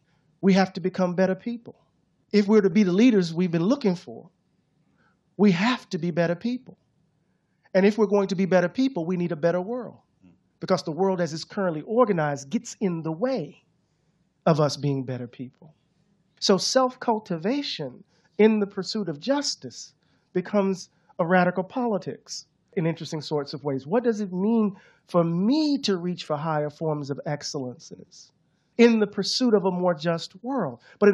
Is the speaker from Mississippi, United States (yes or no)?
yes; Mississippi, United States; I'm from Mississippi.